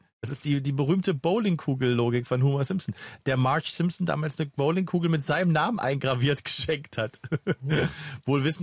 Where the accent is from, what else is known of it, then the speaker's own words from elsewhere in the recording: Germany; also born or lived in Berlin / Magdeburg; Für mich als Berliner Magdeburger